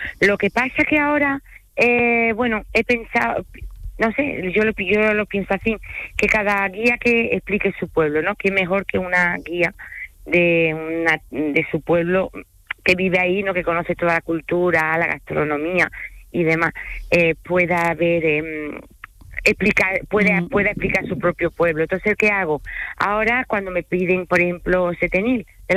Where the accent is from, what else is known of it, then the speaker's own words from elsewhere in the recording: France; Spanish is a second language; now in Spain; Y yo empecé, bueno, soy francesa, aunque no tenga mi acento francés.